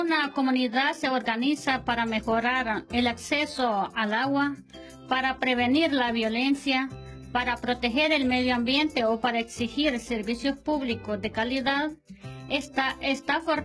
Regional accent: Ciudad Romero, Usulután, El Salvador; Soy de Ciudad Romero, Cantón El Zamorano, Distrito de Jiquilisco, Usulután Oeste.

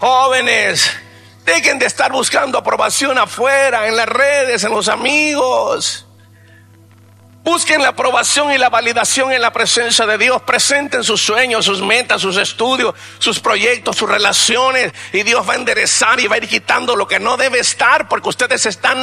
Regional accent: Bolivia; nos identificamos como bolivianos, sí, pero somos más que bolivianos.

